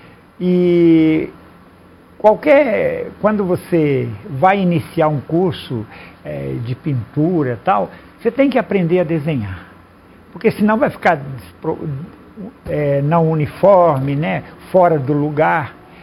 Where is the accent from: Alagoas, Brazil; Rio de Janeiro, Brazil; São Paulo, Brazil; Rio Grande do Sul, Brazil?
São Paulo, Brazil; Santa Albertina; Eu nasci em Santa Albertina, e bem na divisa ali de Minas Gerais, o Rio Grande.